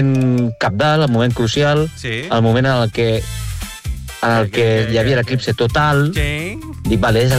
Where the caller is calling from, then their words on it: Sant Quirze del Vallès, Catalonia, Spain; de Sant Quirze.